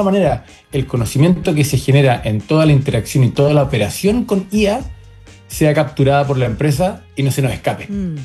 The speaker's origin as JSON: {"language": "Spanish", "country": "Chile", "said": "lo que estamos acostumbrados todos los chilenos"}